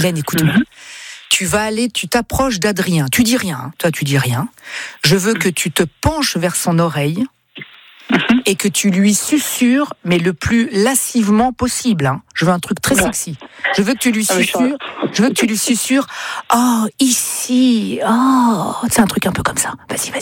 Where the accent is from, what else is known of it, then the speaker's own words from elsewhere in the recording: Italy; Et je suis italien, moi, donc bon, voilà.